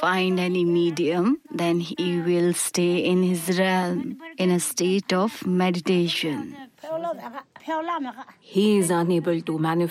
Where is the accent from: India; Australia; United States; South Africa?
India; Spiti Valley, Himachal Pradesh; I come from Spiti Valley. I am 25 years old.